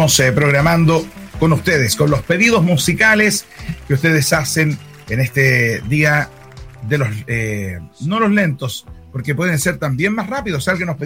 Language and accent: Spanish; Valparaíso, Chile; Soy porteño, pero estoy trabajando acá en Algarrobo, viajo todos los días.